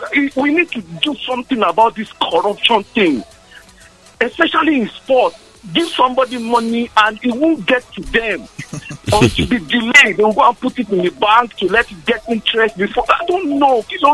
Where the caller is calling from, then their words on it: Lagos, Nigeria; I'm calling from Ojota.